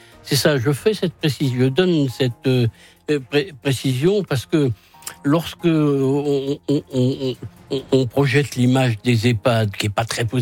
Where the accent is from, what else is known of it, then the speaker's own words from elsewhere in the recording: Brittany, France; Je reviens à la commune dont je suis originaire, dans le sud de la Bretagne.